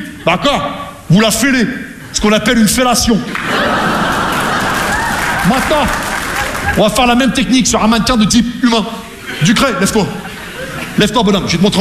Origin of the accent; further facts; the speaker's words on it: Rouen, Normandy, France; Parce que moi, je viens de Rouen, tu vois, la Normandie, les Vikings, on est tous un peu des.